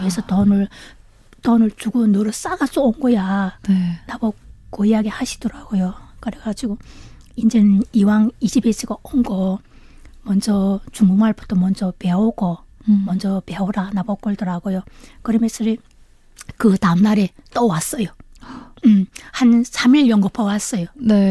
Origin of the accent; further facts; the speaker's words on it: North Korea; now in South Korea; 안녕하세요.